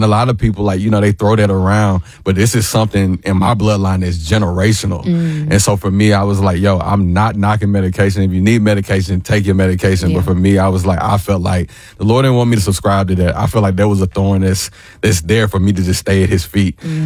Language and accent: English; Huntsville, Alabama, United States; also born or lived in Decatur, Alabama; now in Atlanta, United States; I'm from Alabama, Huntsville, Decatur, yes. You know what I'm saying? 256.